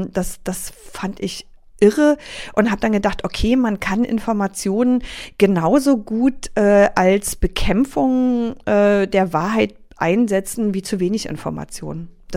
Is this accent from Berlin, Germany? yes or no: yes; Berlin, Germany; born or raised there